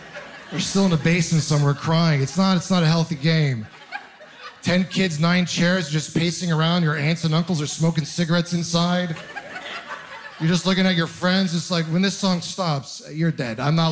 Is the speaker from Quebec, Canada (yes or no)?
no; Ontario, Canada